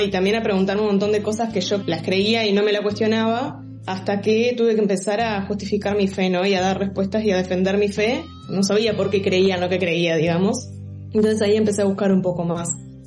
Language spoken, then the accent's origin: Spanish; Uruguay; soy uruguaya, tengo 26 años